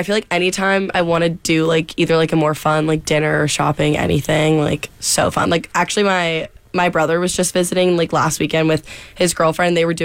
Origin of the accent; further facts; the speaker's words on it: Massachusetts, United States; I'm from Massachusetts.